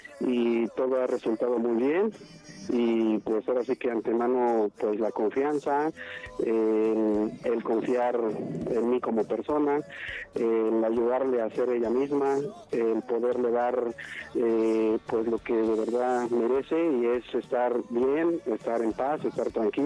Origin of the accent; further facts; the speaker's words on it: Mexico City, Mexico; Yo soy de ahí de la Ciudad de México, soy de ahí del aeropuerto, ahí por la aduana, sí.